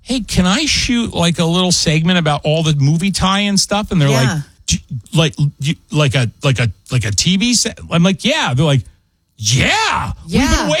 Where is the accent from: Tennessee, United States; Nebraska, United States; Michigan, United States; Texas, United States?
Michigan, United States; Detroit; I'm from Detroit.